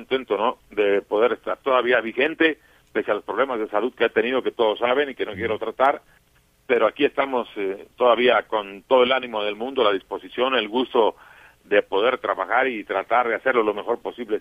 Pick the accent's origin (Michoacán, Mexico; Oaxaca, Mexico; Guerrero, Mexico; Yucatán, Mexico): Guerrero, Mexico; Iguala; porque mi padre tenía un programa de radio en mi pueblo, allá en Iguala, Guerrero, en una estación de radio